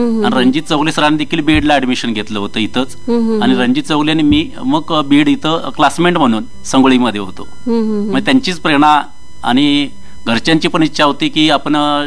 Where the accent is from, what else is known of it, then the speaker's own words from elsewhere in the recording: Kudremani, Karnataka, India; also born or lived in Belgaum; तिथं माझा जन्म 1973 मध्ये झाला आणि प्राथमिक शिक्षण मी तिथल्या आपल्या गावच्या कुद्रेमणी गावच्या मराठी शाळेमध्ये घेतलं. माध्यमिक शिक्षणही कुद्रेमणी हायस्कूल कुद्रेमणी इथं मी घेतलं.